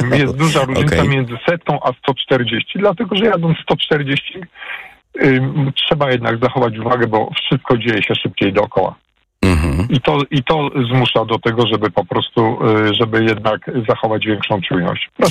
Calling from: Kraków, Lesser Poland, Poland; ja jestem z Krakowa

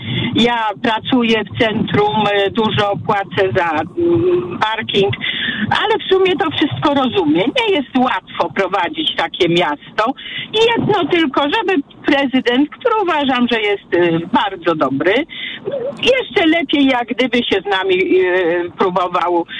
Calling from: Kraków, Lesser Poland, Poland; jestem z Krakowa

